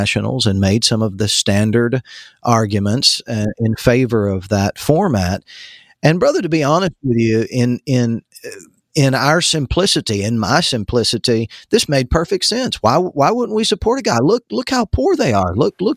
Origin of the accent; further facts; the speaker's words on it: United States; now in Alabama, United States; I went over as an American pastor